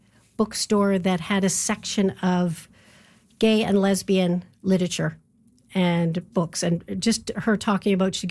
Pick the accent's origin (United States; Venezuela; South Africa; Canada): Canada; Halifax, Nova Scotia; now in Ottawa, Canada; I'm so happy to be in my hometown in Halifax.